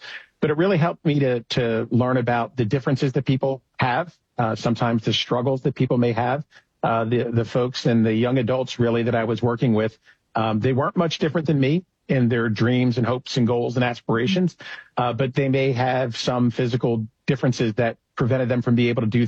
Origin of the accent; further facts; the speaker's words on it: Wilmington, Delaware, United States; also born or lived in Pennsylvania; now in Delaware County, Pennsylvania, United States; So I grew up in Wilmington, Delaware, just over the state line of Pennsylvania. I've lived my life since in Pennsylvania in some fashion, right now in Delaware County.